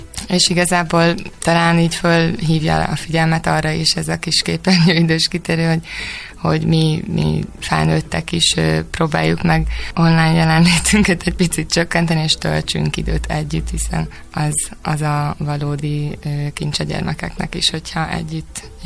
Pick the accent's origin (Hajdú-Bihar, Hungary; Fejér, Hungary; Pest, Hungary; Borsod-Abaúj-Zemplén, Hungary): Pest, Hungary; Cegléd; Én Cegléden nevelkedtem